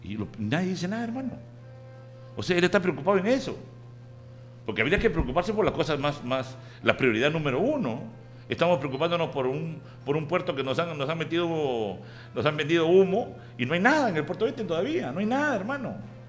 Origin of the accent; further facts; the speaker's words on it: José Leonardo Ortiz, Lambayeque, Peru; Yo soy leonardino. Han roto mi calle de Virrey Toledo, que yo vivo en Virrey Toledo